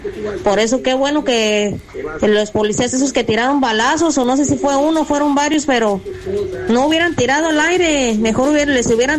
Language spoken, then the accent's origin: Spanish; Apatzingán, Michoacán, Mexico; O sea, ahora sí podría decir que me da vergüenza decir que soy de Apatzingán.